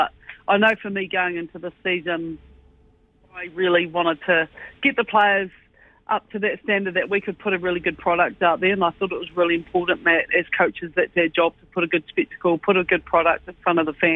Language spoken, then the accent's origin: English; New Zealand